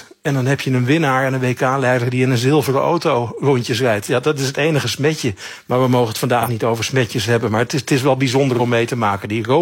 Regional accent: Netherlands; En daar verbazen wij ons dan altijd als Nederlanders weer over.

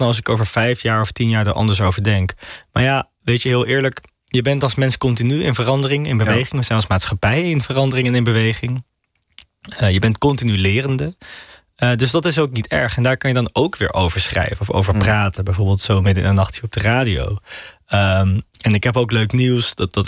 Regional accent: Amsterdam, North Holland, Netherlands; ik ben geboren en opgegroeid in de Bijlmer, maar uiteindelijk naar school gaan in Amsterdam Oud-Zuid, wat ook een hele andere wereld is.

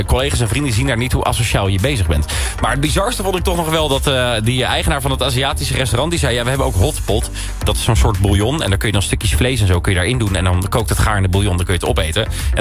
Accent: Netherlands

